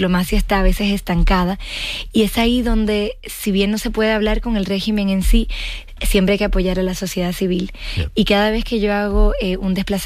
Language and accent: Spanish; Dominican Republic; also born or lived in Madrid; La verdad es que soy franco-dominicana, y de hecho crecí en el Caribe. Mi mamá es dominicana y viví en Madrid hasta hace poco